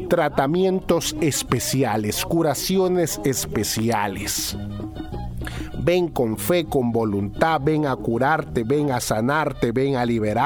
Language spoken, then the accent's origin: Spanish; Piura, Peru; Yo soy peruano, paisano, igual que usted. Bien peruano. La diferencia es que usted es de Huaraz y yo soy de Piura, de la Sierra de Piura.